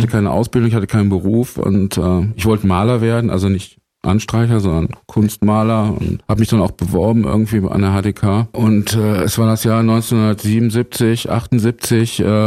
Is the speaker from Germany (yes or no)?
yes; Herford, North Rhine-Westphalia, Germany; born there; moved away as an adult; now in Berlin, Germany; ich bin nicht direkt von Herford nach Berlin gekommen, sondern ich bin von Geburt her ein Wessi. Und Herford liegt in Ostwestfalen.